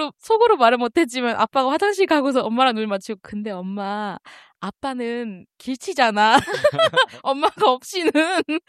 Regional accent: Iksan, North Jeolla, South Korea; 저는 익산에서 왔습니다.

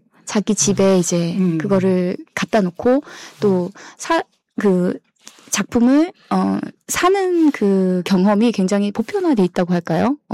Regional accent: New Zealand; also born or lived in South Korea; 저 같은 경우는 뉴질랜드에서 자랐고 초등학교 때까지만 한국에서 있었고 뉴질랜드에서 모든 학교를 다녔고

